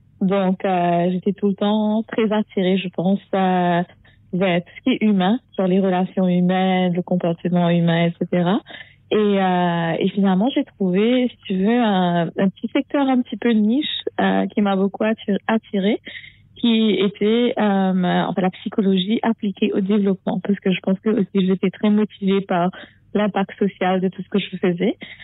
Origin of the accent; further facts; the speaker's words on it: Vacoas, Plaines Wilhems, Mauritius; moved away as an adult; now in New York, United States; Je suis née à Vakwa j'ai grandi à Maurice. Enfin, j'étais à l'école, au MGI, à Dr. Maurice Curé. Et ensuite, j'ai quitté Maurice quand j'avais 19 ans pour mes études aux États-Unis.